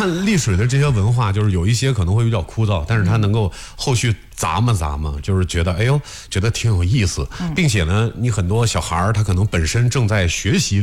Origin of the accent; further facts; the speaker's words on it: Henan, China; 这个一直以来也都是我们河南人特别骄傲的